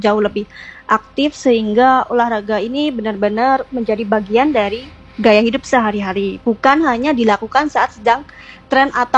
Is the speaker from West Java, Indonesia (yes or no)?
no; Temanggung, Central Java, Indonesia; Saya kan orang Temanggung ya, jadi deket nih sama Sumbing.